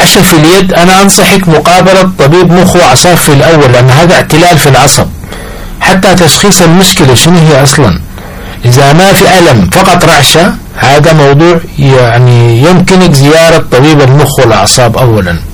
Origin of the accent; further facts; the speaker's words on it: Sudan; احنا كسودانيين